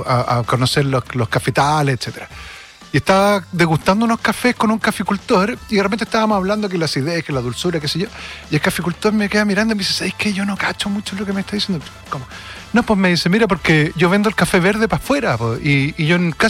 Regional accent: Valparaíso, Chile; born there; Claro, nací acá en Valparaíso.

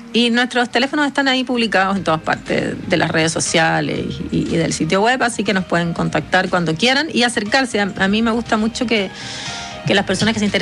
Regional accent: Cuba; now in Chile; Yo soy cubana, cubana y chilena.

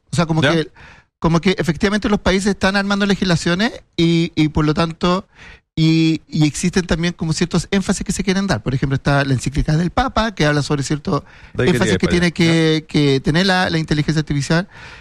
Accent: Chile

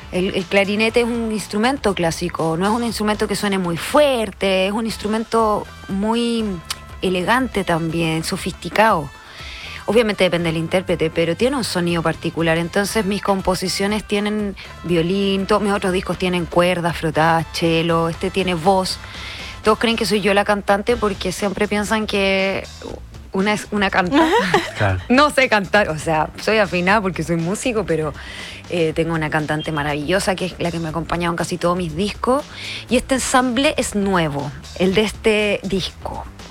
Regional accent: Santiago, Santiago Metropolitan Region, Chile; moved away as an adult; also born or lived in Valparaíso; now in Papudo, Chile; yo en verdad soy de la ciudad, soy de Santiago, vivo hace 7 años en Papudo y de ahí desarrollo mi trabajo

